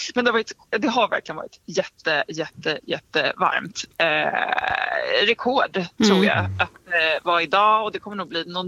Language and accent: Swedish; Sweden; Alltså som svensk, vi hade ju liksom kunnat prata om det här i året ut